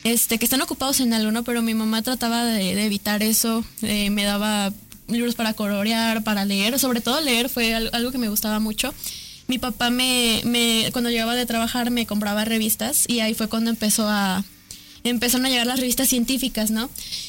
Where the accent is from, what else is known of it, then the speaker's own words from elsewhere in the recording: Tantoyuca, Veracruz, Mexico; soy estudiante de Bachillerato Oriente, nací en Tantoyuca, Veracruz